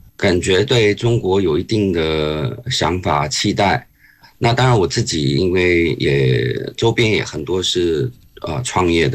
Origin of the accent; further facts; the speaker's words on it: Singapore; moved away as an adult; now in China; 我是土生土长的新加坡人，